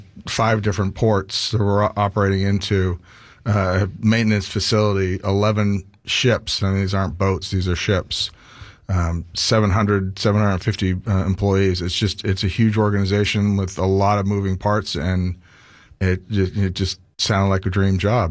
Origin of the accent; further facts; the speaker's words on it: San Francisco, California, United States; Well, I'm a born and bred Californian. I grew up in the San Francisco area, came out to New York to go to college, to the Merchant Marine Academy, hightailed it back to California after college